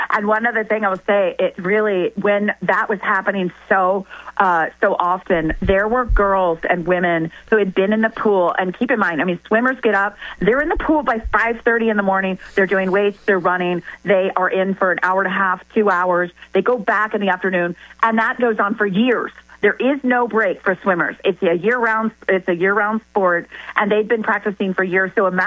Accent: Winter Park, Florida, United States; I grew up in Winter Park.

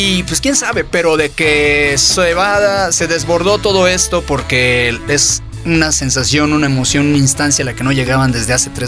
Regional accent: Mexico; Porque así somos los mexicanos.

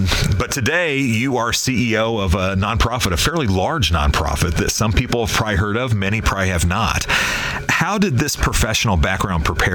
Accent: Indiana, United States; moved away as an adult; now in Fort Wayne, United States; I grew up in West Central Indiana.

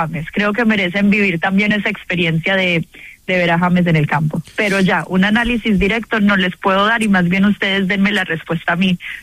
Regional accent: Cali, Valle del Cauca, Colombia; born there; Yo soy literalmente de todo Colombia. Mi mamá es de Medellín. Yo nací en Cali. Mi papá nació en Villavicencio.

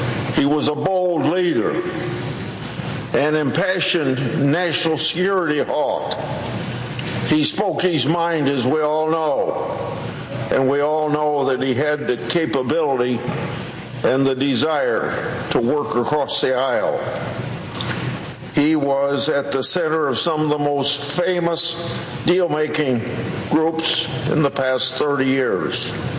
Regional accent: Iowa, United States; Graham was no stranger to my home state of Iowa

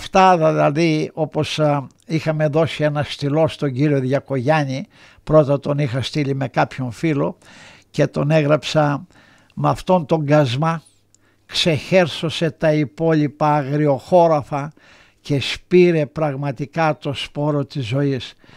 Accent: Greece; now in Melbourne, Australia

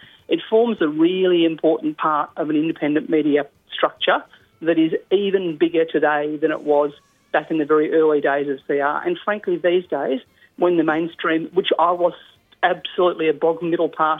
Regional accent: Melbourne, Victoria, Australia; moved away as an adult; whenever I'm back in my hometown of Melbourne, I don't live in Melbourne anymore

